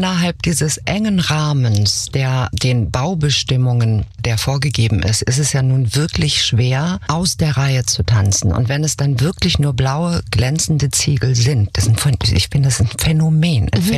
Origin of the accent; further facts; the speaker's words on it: Viernheim, Hesse, Germany; Ich komme aber aus Firnheim.